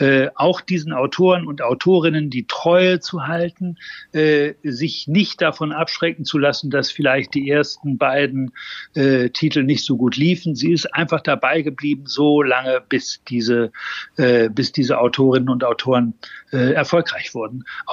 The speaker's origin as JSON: {"language": "German", "region": "Hamburg", "country": "Germany"}